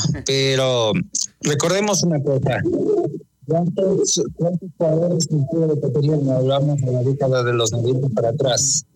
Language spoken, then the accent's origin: Spanish; Ecuador; Porque si no, nuestro fútbol ecuatoriano hubiese cambiado